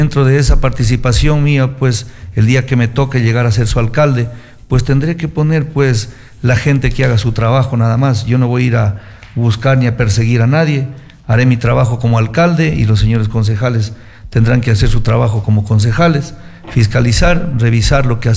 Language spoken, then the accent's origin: Spanish; Catamayo, Loja, Ecuador; born there; lo que nacimos en Catamayo, o sea, nuestra naturaleza, nuestro ambiente, nuestro clima.